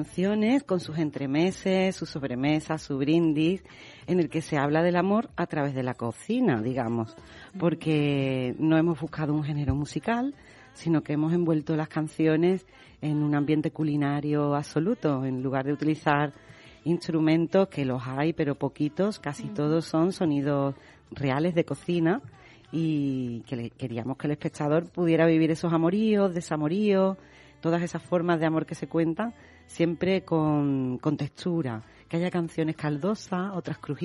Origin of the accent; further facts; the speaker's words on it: Utrera, Andalusia, Spain; en mi infancia, que vengo de Utrera, del polígono del Tinte, con los flamencos